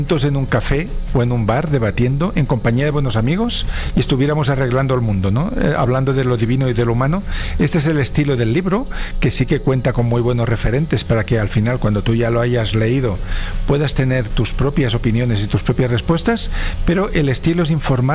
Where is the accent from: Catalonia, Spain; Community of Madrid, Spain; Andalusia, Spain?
Catalonia, Spain; Barcelona